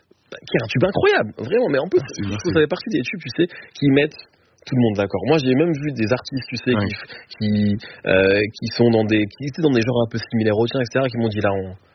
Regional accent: Haiti; je suis un cheat code du coup, parce que je suis haïtien, donc parfois je vais avoir des résultats.

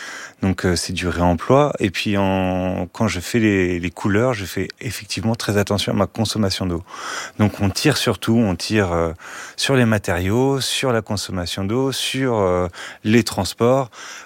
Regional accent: Thonon-les-Bains, Auvergne-Rhône-Alpes, France; born there; Je suis né à Thonon-les-Bains

